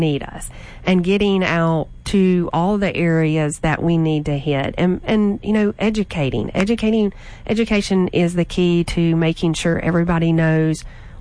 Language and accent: English; Logansport, Louisiana, United States; So we're going to Logansport tomorrow, which is my hometown